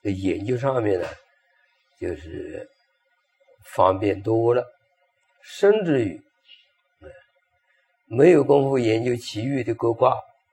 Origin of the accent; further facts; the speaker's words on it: Taiwan; 我们台湾人在这个当教授的一个张令征啊